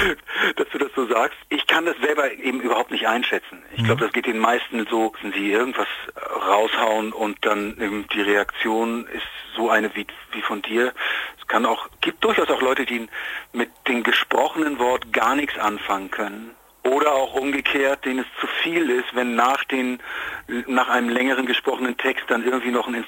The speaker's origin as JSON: {"language": "German", "region": "Hamburg", "country": "Germany", "said": "Und ich meine, ich komme ja aus Hamburg, hier gibt es ja jede Menge Clubs"}